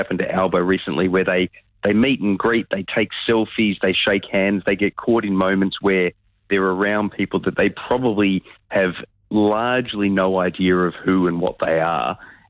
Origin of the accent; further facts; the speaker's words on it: Sydney, New South Wales, Australia; also born or lived in Western Australia; I'm from Sydney, but spent a lot of time in WA, but don't go for the Dockers.